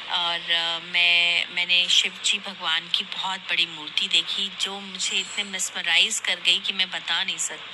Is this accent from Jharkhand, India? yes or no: no; Gurgaon, Haryana, India; मैं गुड़गांव से आई हूँ।